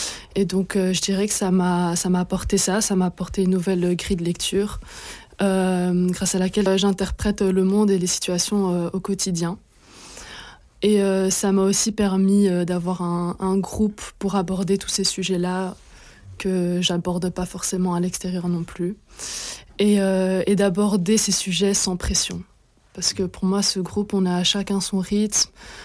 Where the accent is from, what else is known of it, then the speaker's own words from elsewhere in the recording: Belgium; born there; je suis née en Belgique, mais j'ai pas eu la nationalité belge dès le départ.